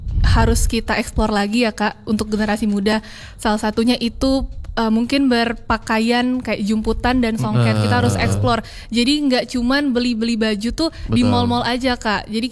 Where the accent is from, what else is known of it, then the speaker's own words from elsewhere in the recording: Palembang, South Sumatra, Indonesia; kita sebagai generasi muda kota Palembang